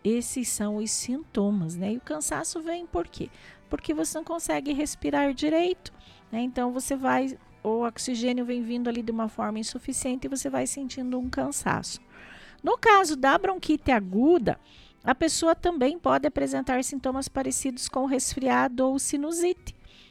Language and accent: Portuguese; Brazil; a gente é brasileiro e não desiste nunca